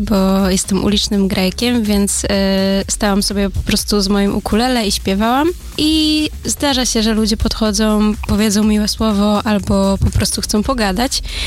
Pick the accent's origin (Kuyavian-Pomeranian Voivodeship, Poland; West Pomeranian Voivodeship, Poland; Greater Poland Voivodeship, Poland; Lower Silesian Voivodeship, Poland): Kuyavian-Pomeranian Voivodeship, Poland; Jestem spod Torunia